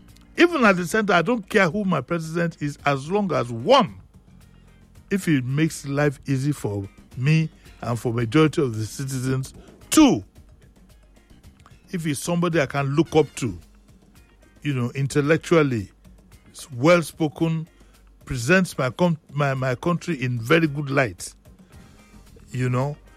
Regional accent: Lagos, Nigeria; we are from Esaleko.

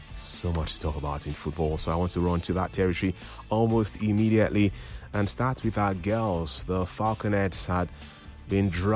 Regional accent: Nigeria

